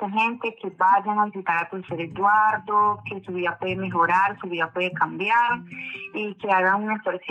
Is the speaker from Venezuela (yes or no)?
yes; Venezuela; now in La Vega, Colombia